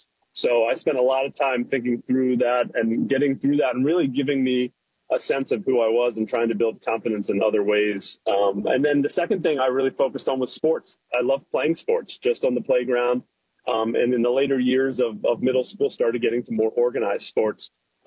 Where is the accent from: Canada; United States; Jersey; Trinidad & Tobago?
United States; Baltimore, Maryland; now in Philadelphia, United States; Yeah, so I live in suburban Philadelphia now, but I grew up in Baltimore, and I am the middle of two sisters.